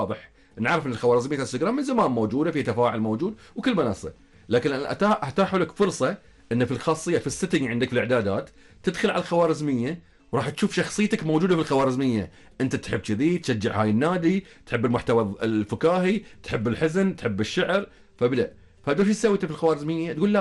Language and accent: Arabic; Bahrain; عندنا في البحرين،